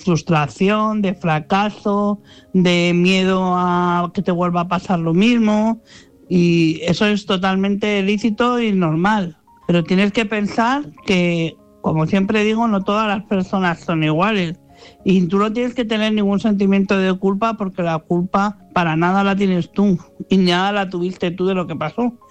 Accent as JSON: {"language": "Spanish", "town": "Madrid", "region": "Community of Madrid", "country": "Spain"}